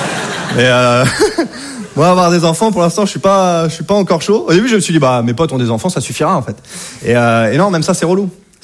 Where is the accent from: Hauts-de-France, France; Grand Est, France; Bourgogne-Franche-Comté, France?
Hauts-de-France, France; now in Paris, France; Je viens de Picardie. Et maintenant, je vis à Paris.